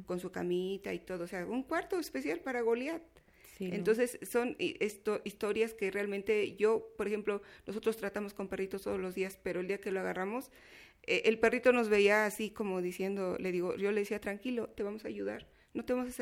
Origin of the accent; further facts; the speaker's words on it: Amajac, Mexico; Las tres son de aquí y yo soy de Amajac.